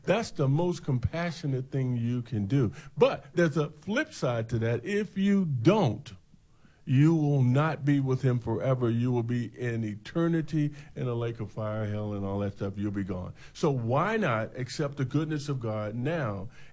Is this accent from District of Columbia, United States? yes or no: yes; Washington, District of Columbia, United States; I grew up in Washington, D.C., like I said, and I was classified as a minority.